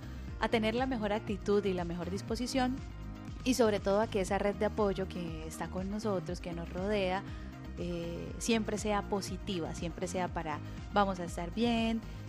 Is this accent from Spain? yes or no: no; Colombia